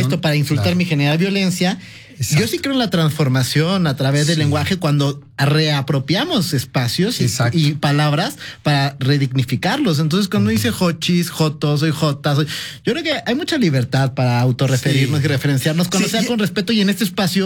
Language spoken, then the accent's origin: Spanish; Mexico City, Mexico; yo fui cuapeño, yo crecí en Cuapa.